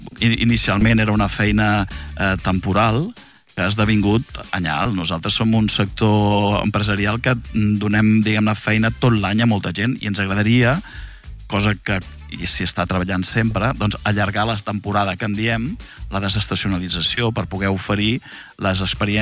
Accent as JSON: {"language": "Catalan", "town": "Cambrils", "region": "Catalonia", "country": "Spain", "said": "Jo sóc de Cambrils. El càmping nostre és el Platja Cambrils."}